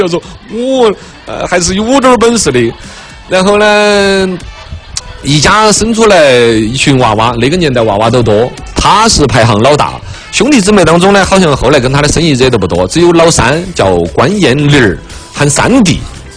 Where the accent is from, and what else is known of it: China